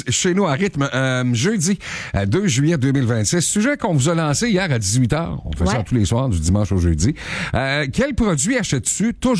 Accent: Quebec, Canada; c'est à Warwick, c'est tout près de Victoriaville. C'est là d'où je viens.

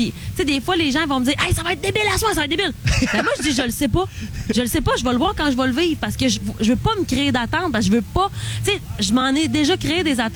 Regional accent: Dolbeau-Mistassini, Quebec, Canada; chez moi, à Dolbeau-Mistassini.

